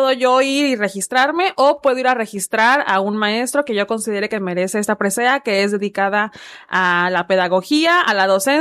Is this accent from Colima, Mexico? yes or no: yes; Manzanillo, Colima, Mexico; todas y todos los manzanillenses